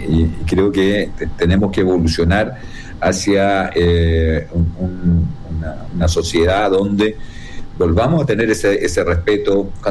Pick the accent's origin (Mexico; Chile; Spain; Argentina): Chile; Todos nos criamos viendo las imágenes en Plaza Italia, las diferentes celebraciones de nuestro país, cuando ganamos un partido de fútbol